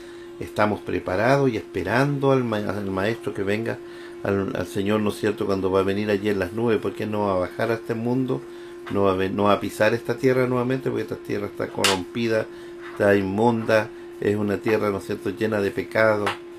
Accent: Chile; nosotros somos el país de Chile

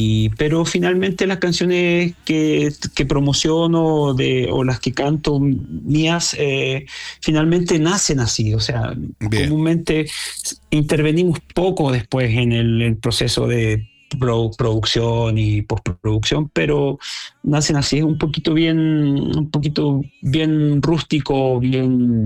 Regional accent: Chile; para nosotros como chilenos, nos sentimos bien orgullosos

